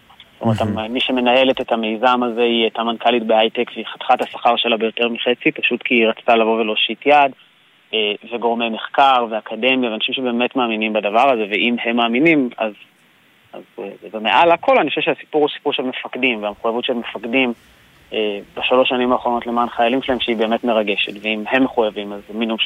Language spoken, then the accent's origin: Hebrew; Sderot, Southern District, Israel; קודם כל אני סדרות, אני גר בסדרות